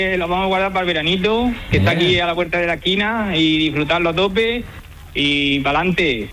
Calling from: Córdoba, Andalusia, Spain; Pues de Córdoba capital.

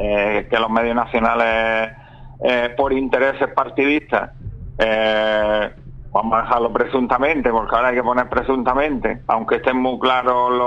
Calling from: Spain; como español

